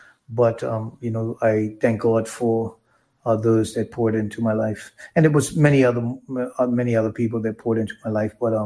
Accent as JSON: {"language": "English", "region": "Hamilton Parish", "country": "Bermuda", "tie": "born or raised there", "said": "I was actually brought up in Hamilton Parish in Coral Hill."}